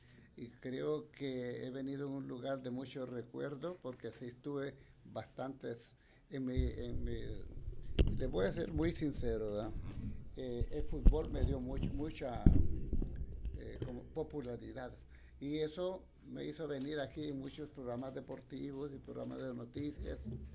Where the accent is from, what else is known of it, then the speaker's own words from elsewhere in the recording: San Francisco de Ojuera, Santa Bárbara, Honduras; Yo nací en San Francisco de Ojuera, Santa Bárbara. Soy patepluma.